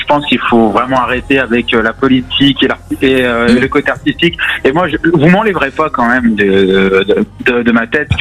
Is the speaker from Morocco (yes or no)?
no; France; vu qu'on est français, on ne peut pas voter pour son propre pays à l'Eurovision.